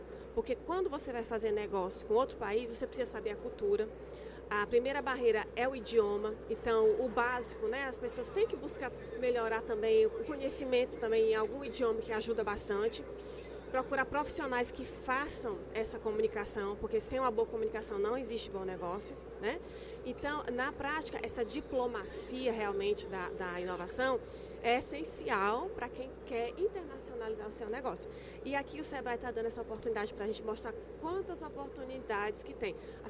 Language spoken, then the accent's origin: Portuguese; São Paulo, Brazil; now in Ceará, Brazil; Eu sou paulista, mas eu tenho família, né? Meus pais são cearenses, então eu me considero cearense.